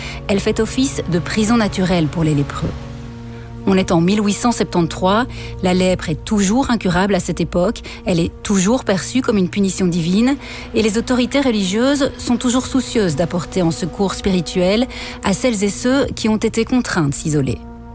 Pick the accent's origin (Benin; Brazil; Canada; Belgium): Belgium; Et chez nous, en Belgique, sa mémoire se perpétue